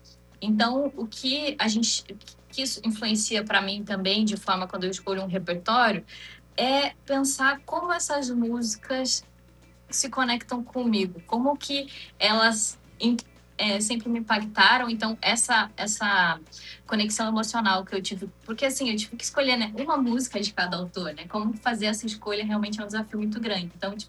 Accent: Brazil

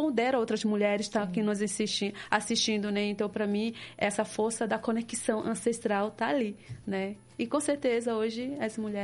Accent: Manaus, Amazonas, Brazil; also born or lived in Ticuna village near the Colombia-Peru border; Eu sou de Manaus, mas a minha aldeia fica tipo 1.106 quilômetros de Manaus.

